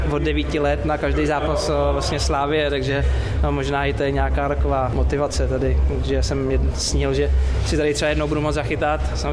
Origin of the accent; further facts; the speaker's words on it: Prague, Czechia; že jsem z Prahy